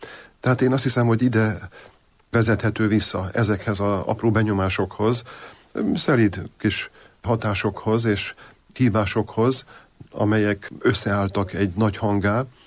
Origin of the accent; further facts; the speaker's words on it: Budapest, Hungary; bár Óbudán születtem, 5 évvel, 6 évvel a születésem után átköltöztünk a 13. kerületbe, Árpád-hídpesti hídfőjéhez, és ott pedig a Szent Márton plébánia tagjaként töltöttem majdnem 10 évet